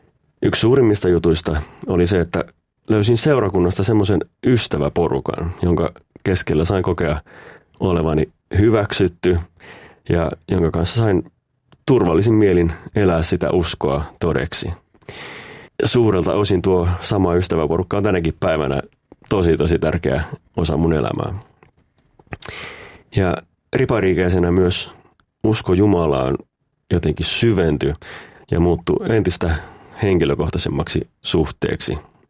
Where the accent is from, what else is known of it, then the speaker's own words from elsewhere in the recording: Peräseinäjoki, South Ostrobothnia, Finland; mä oon viettänyt lapsuuden ja nuoruuden tuolla Etelä-Pohjanmaalla Peräseinäjoella ja oon kristitystä perheestä lähtöisin, saanut kasvaa uskoon ihan pienestä pitäen.